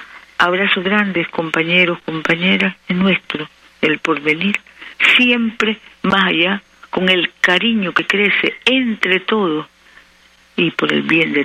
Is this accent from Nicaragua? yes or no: yes; Nicaragua; porque como nicaragüenses sabemos ser laboriosos, somos talentosos, trabajadores insignes